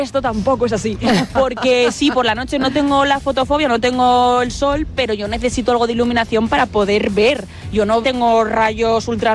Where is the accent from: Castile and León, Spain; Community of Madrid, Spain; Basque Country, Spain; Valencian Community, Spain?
Valencian Community, Spain; es que mi país es el mismo que el tuyo, soy de España, soy valenciana.